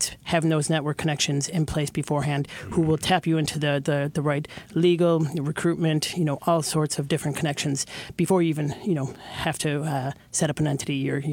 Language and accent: English; Galway, Connacht, Ireland; I'm from Galway, we're on the West Coast, we're, you know, outside of Dublin